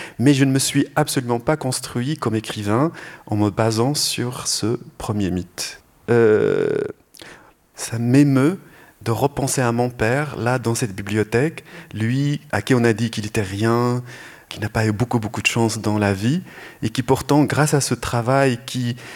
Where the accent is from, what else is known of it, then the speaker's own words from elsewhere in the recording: Salé, Rabat-Salé-Kénitra, Morocco; À l'hôpital d'Avicenne à Rabat.